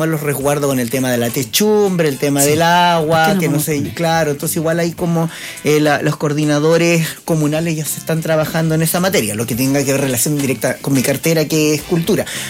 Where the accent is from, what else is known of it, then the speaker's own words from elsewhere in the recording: Monte Patria, Coquimbo, Chile; yo soy de Montepatria.